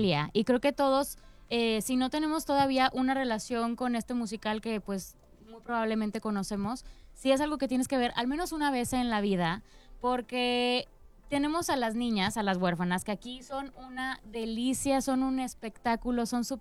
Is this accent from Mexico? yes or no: yes; Monterrey, Nuevo León, Mexico; es algo que resuena mucho como regios, es algo que lo tenemos muy cerquita y pues nada, que vengan a verlo, porque también sé, porque ya viví aquí muchos años